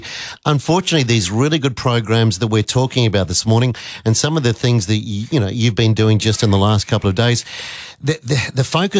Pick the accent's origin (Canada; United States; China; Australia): Australia; But I guess being Australian